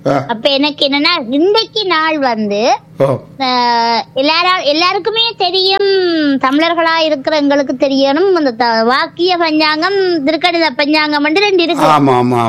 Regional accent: Chidambaram, Tamil Nadu, India; moved away as an adult; now in London, United Kingdom; இந்தியாவை சேர்ந்தவர், பூர்வீகம் இந்தியா. சோ அதனால தமிழகத்துல என்னுடைய நான் தமிழகம் சிதம்பரத்துல பிறந்து வளர்ந்தவர்.

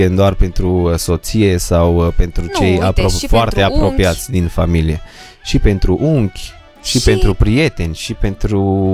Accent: Transylvania, Romania; Merge și amu aici pe Radio Sorus, că suntem ardeleni până la urmă.

